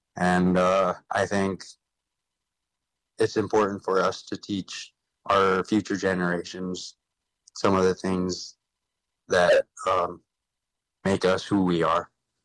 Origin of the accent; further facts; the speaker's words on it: Ambler, Alaska, United States; I am originally from Ambler, Alaska. I've lived there most of my life.